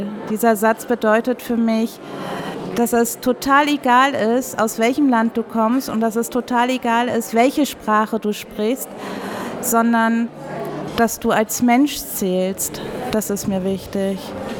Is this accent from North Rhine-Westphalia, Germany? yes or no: no; Warin, Mecklenburg-Vorpommern, Germany; ich bin aus der Gemeinde Warin.